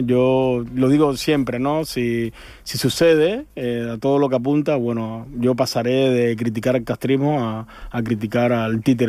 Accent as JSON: {"language": "Spanish", "country": "Cuba", "moved": "as an adult"}